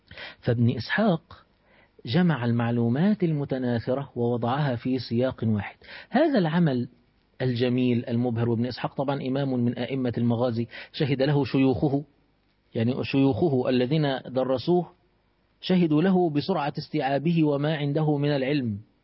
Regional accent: Egypt; الثورة العربية دي حصلت عندنا في مصر سنة 1882

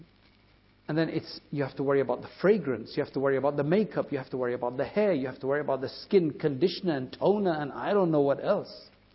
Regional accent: United Kingdom; I've never felt non-British.

